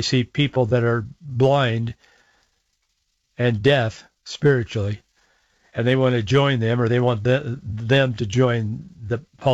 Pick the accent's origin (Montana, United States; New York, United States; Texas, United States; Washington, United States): Washington, United States; Yakima; I was born in Yakima, and she in Yakima Valley, but we lived there, and our parents were friends, and our grandparents were friends